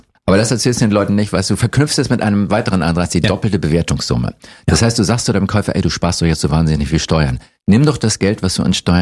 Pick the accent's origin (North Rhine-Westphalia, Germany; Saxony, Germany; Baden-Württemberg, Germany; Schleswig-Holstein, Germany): Schleswig-Holstein, Germany; Norderstedt; Ich komme aus Schleswig-Holstein. Ich komme aus einer Schlafstadt von Hamburg namens Norderstedt.